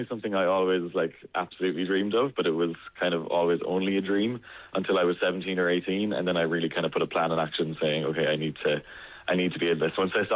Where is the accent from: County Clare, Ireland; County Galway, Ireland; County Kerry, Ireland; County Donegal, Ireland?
County Clare, Ireland; Well, I'm from Clare myself, so this will actually be the closest to home that I've ever actually done the show.